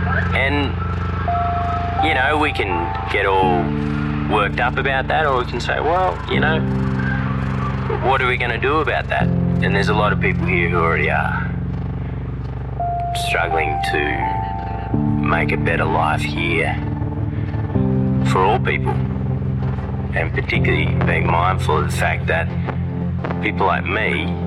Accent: Mudgee, New South Wales, Australia; born there; now in Alice Springs, Australia; I was born in Mudgee, New South Wales, in pastoral country. Some people call it fattening country. It's a lot of green grass, trees, about 500 mils rainfall. We've had that some years here in Alice.

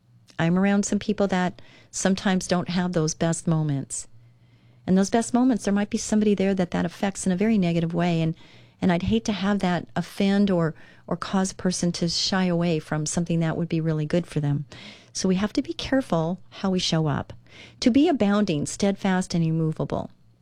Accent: Orange County, California, United States; born or raised there

